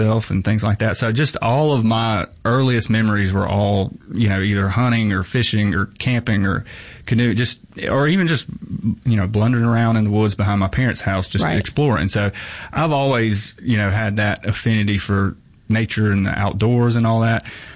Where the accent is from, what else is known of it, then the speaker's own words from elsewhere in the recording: United States; So I'm from Lawrence County. I tell people all the time, you know, Lawrence County to this day has like one red light